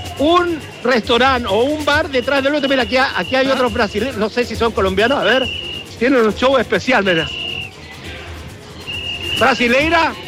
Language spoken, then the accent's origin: Spanish; Chile; ¿Soy de Chile?